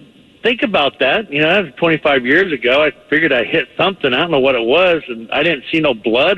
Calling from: Oregon, United States; I live in Oregon

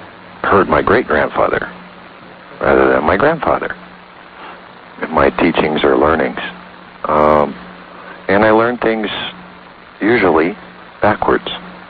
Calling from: Arvada, Colorado, United States; in Arvada, Colorado.

